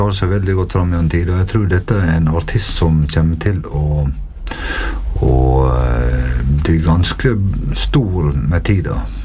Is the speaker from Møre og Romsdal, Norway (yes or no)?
no; Bergen, Vestland, Norway; Jeg vil si det som bergenser